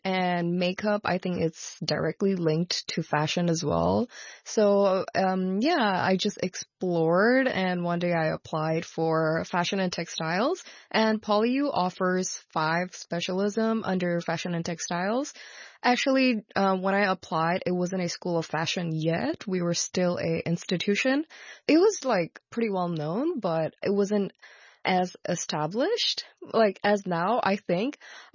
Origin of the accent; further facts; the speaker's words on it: Hong Kong; English is a second language; I'm a Nepalese born and raised in Hong Kong